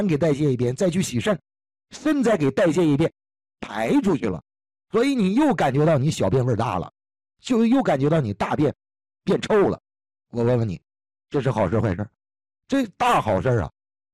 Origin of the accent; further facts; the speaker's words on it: Northeast China, China; 我是东北人啊，我们东北老家有一句话